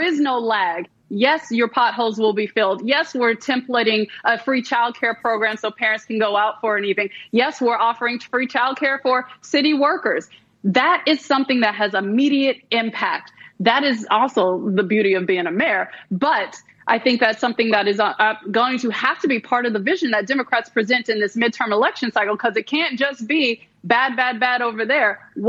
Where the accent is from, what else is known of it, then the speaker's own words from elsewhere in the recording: Memphis, Tennessee, United States; Like, growing up in Memphis, Tennessee, that was on repeat.